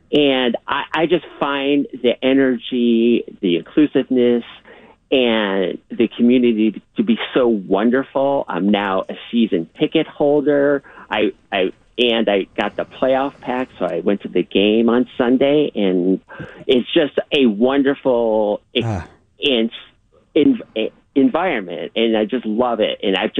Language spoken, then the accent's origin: English; San Francisco, California, United States; from San Francisco